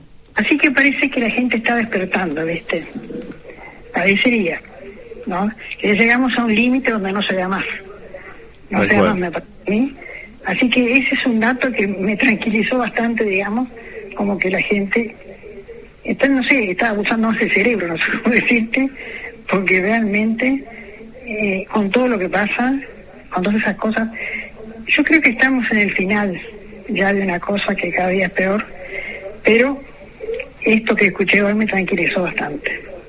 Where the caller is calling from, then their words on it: Montevideo, Uruguay; Del buceo.